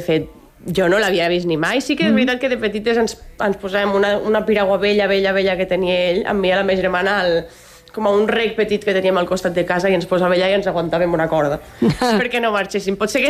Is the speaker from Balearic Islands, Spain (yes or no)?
no; Arfa, Catalonia, Spain; also born or lived in La Seu d'Urgell; now in Andorra; Jo passo la meva infància a Arfa, un petit poble al costat de la Seu, que és d'on és la meva família.